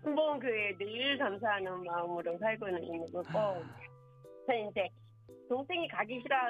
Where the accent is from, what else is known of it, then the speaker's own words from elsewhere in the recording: Chuncheon, Gangwon, South Korea; 강원도 춘천이 고향이거든요.